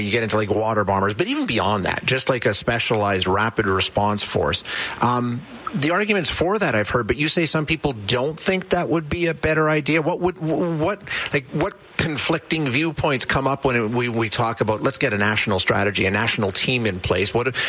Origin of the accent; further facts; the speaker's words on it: Alberta, Canada; I grew up in Alberta.